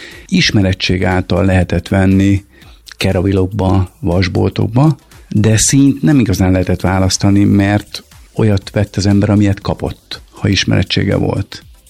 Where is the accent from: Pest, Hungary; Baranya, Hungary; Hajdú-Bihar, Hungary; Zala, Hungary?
Pest, Hungary; Nagykőrös; lakótelepen nőttem fel, ott Nagykörösön